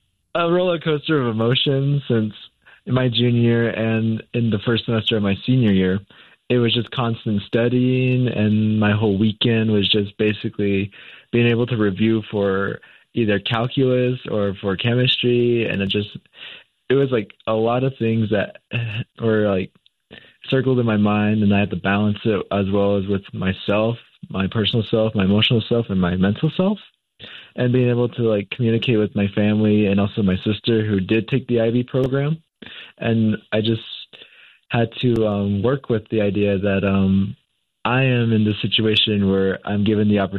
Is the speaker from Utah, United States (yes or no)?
yes; Monument Valley, Utah, United States; since I come from Monument Valley, Utah, which is a really rural community, and it's almost isolated in a way